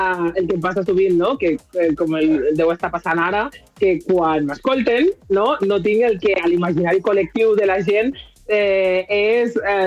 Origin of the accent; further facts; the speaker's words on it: Lleida, Catalonia, Spain; born there; jo vaig néixer a Lleida de mare catalana.